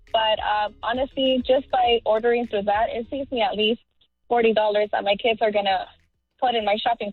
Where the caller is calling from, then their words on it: North Hollywood, California, United States; I'm calling from North Hollywood.